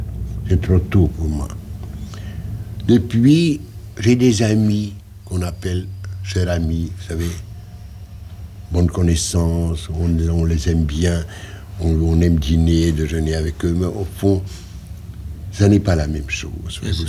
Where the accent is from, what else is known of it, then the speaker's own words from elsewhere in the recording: Poland; French is a second language; J'étais alors sujet russe. Oui. Je suis polonais.